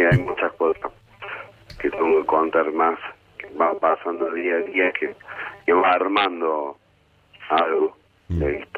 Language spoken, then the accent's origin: Spanish; Pilar, Córdoba, Argentina; yo soy oriundo de Pilar, Córdoba.